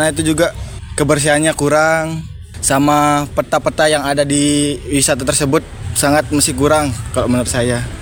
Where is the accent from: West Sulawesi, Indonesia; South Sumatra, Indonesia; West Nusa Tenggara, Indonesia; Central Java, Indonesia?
West Nusa Tenggara, Indonesia; Gerung; asli Gerung.